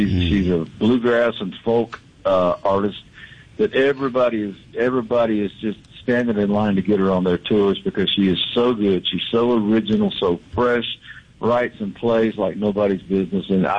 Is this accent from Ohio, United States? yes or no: no; Mississippi, United States; born there; I love my home state. I love my people of Mississippi.